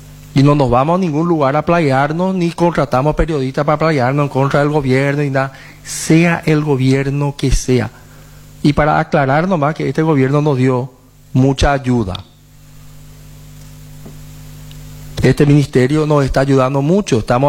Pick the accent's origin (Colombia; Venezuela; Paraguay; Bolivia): Paraguay; born there; nosotros formamos parte también del pueblo indígena. Somos originarios de acá.